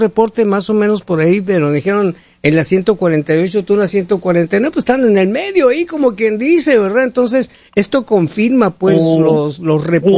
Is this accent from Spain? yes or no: no; Mexico; moved away; Pues soy mexicano, le dije.